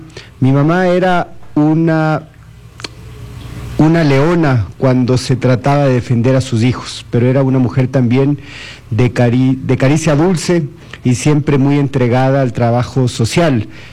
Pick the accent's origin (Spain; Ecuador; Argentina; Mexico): Ecuador; Quito, Pichincha; born there; Yo nací aquí en Quito. Nací un 24 de marzo de 1982.